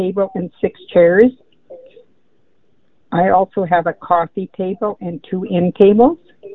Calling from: Portage la Prairie, Manitoba, Canada

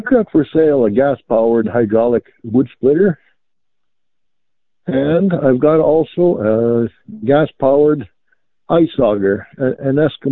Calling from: Manitoba, Canada

